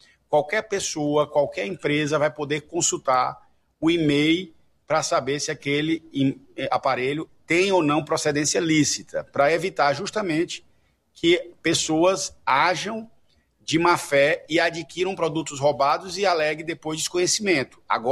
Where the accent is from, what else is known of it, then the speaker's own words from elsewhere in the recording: Piauí, Brazil; Por exemplo, no estado de onde vim, no Piauí, a queda foi superior a 70% dos roubos de celulares.